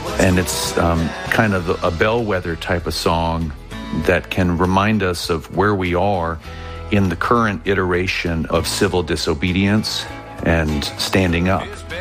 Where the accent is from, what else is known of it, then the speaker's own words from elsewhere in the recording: Harrisonburg, Virginia, United States; You know, I could walk down the street in my hometown of Harrisonburg, Virginia, and see so many of the things that were in the film.